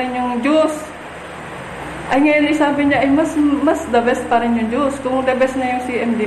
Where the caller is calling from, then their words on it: Calapan, Oriental Mindoro, Philippines; Kalapan City.